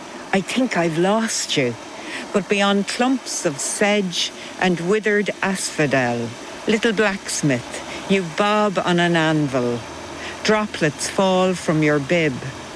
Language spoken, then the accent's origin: English; Roscommon, Connacht, Ireland; now in Glenmalure, Ireland; when I grew up in Roscommon, I never even heard of a dipper. It's only since I came to live in Glenmalure that I've heard of them.